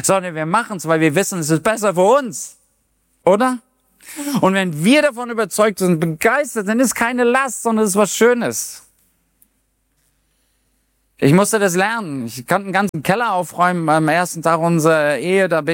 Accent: Germany; born there

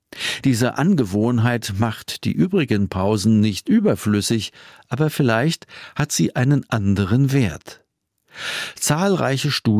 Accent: Kramfors, Västernorrland County, Sweden; moved away; Ich nenne Kramfors mein Zuhause, obwohl ich seit über 40 Jahren nicht mehr dort wohne.

